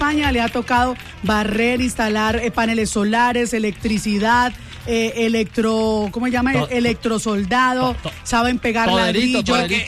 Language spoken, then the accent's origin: Spanish; Colombia; así somos los colombianos